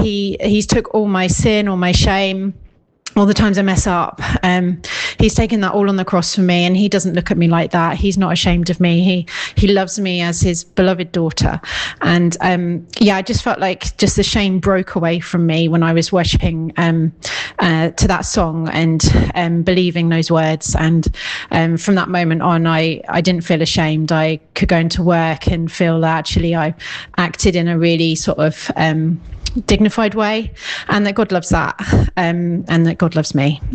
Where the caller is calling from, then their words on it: Peterborough, East of England, United Kingdom; I'm calling from Peterborough